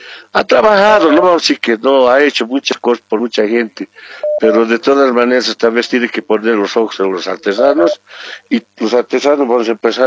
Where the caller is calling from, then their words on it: La Paz, Bolivia; Te llamo de La Paz.